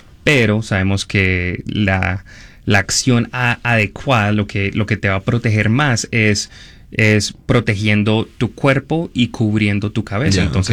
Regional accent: Bucaramanga, Santander, Colombia; moved away; crecimos en Bucaramanga, el departamento de Santander en Colombia, en el cual tenemos actividad sísmica frecuentemente.

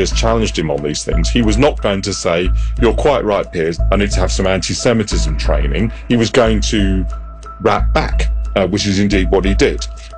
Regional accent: United Kingdom; accent: British; imitated my British accent

